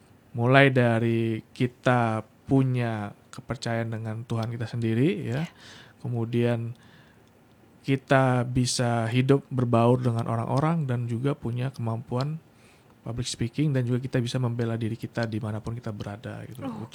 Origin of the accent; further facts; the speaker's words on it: West Sumatra, Indonesia; kita sebagai anak Minang, ya kita harus punya sikap, punya karakter, dan kita bisa membaur, beradaptasi.